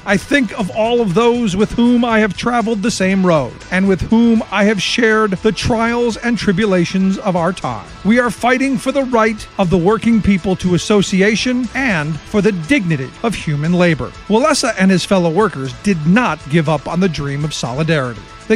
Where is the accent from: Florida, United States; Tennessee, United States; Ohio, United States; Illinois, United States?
Ohio, United States; Cleveland; I grew up in Cleveland, Phil.